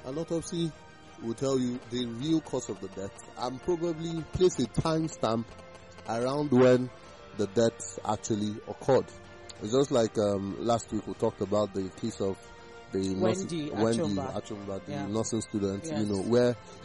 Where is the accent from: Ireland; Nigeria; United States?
Nigeria